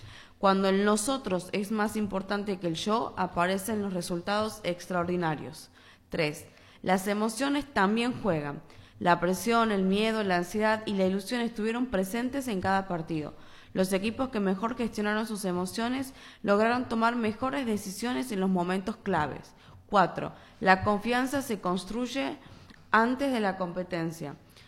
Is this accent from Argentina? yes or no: yes; Argentina